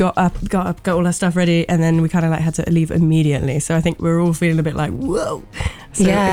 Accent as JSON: {"language": "English", "region": "South West England", "country": "United Kingdom", "said": "I'm from Cornwall"}